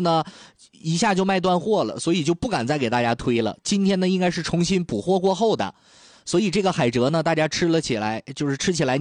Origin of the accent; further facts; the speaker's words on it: Dalian, Liaoning, China; 咱们大连人的口味呢也是这样，不喜欢吃特别咸的。